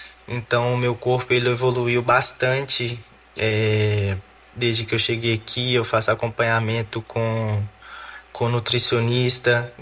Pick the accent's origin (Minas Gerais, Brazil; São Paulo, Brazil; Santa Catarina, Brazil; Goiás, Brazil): Minas Gerais, Brazil; Belo Horizonte; moved away as an adult; now in Leverkusen, Germany; eu sou natural de Belo Horizonte, tenho 23 anos de idade, eu estou indo para o meu terceiro ano aqui na Europa